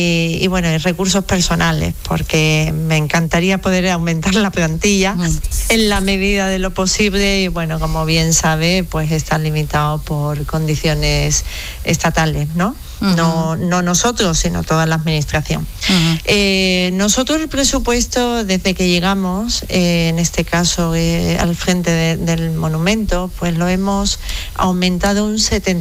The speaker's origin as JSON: {"language": "Spanish", "town": "Seville", "region": "Andalusia", "country": "Spain"}